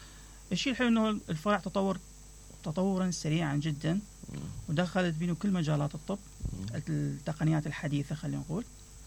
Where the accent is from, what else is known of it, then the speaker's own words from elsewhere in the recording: Mosul, Nineveh, Iraq; نعم، أنا ولدت في مدينة الموصل.